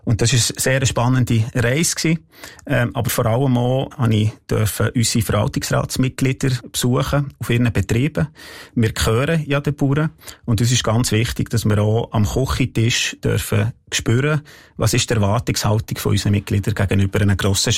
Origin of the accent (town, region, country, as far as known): Ticino, Switzerland; born or raised there